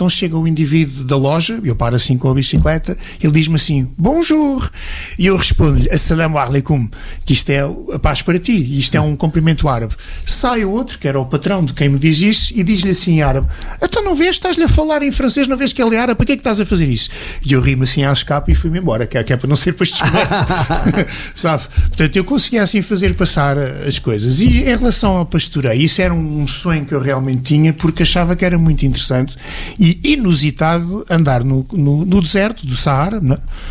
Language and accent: Portuguese; Portugal; Let Kalamul Arabia, isso significa não falo árabe. Ana Portugali, sou árabe, sou português.